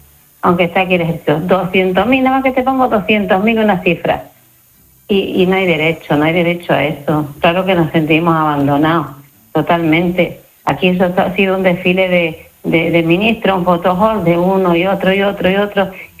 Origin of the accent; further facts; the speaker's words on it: Spain; Pues musulmán, pero español, como dijo, si es que somos así, todos nos sentimos una piña.